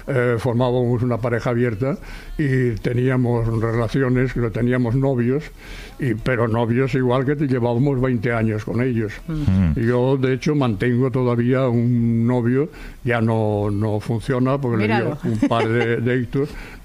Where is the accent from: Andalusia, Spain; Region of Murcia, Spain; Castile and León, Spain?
Andalusia, Spain; Seville; now in Barcelona, Spain; cuando vinimos de Sevilla.